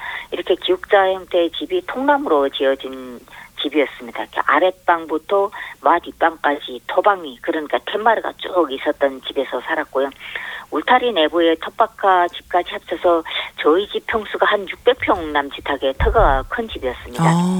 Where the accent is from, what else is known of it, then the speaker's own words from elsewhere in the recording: Ryanggang, North Korea; 저는 양강도의 산골에서 태어나서 성장을 했는데요.